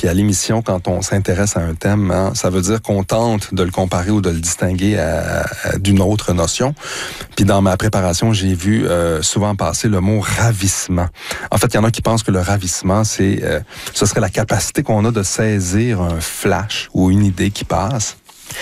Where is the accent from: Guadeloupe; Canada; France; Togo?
Canada; Drummondville, Quebec; born or raised there